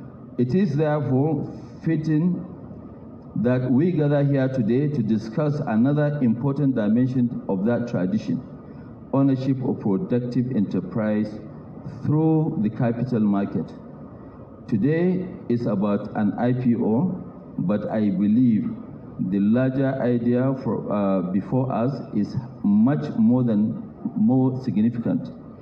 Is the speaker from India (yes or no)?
no; Kano, Nigeria; being an entrepreneur, born and bred in Kano.